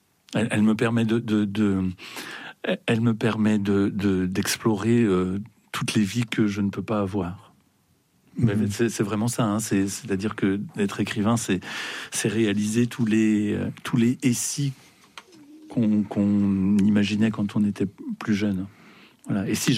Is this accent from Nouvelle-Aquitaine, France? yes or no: no; Grand Est, France; Moi, j'ai grandi en Champagne-Ardenne. J'habite en Champagne-Ardenne.